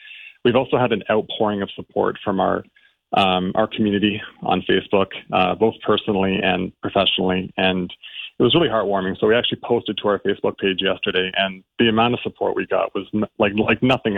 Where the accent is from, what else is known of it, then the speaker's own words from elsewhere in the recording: Ottawa, Ontario, Canada; I'm from Ottawa